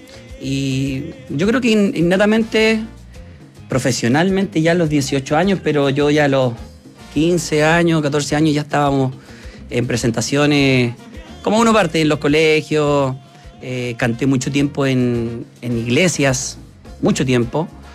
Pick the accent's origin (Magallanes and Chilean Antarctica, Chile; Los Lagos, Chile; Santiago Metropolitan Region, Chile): Santiago Metropolitan Region, Chile; Quinta Normal; born or raised there; now in Lampa, Chile